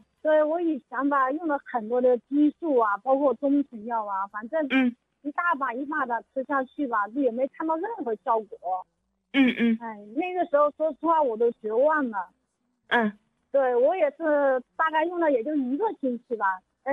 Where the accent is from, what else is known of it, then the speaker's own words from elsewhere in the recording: Nantong, Jiangsu, China; 我是南通的，今年才45呢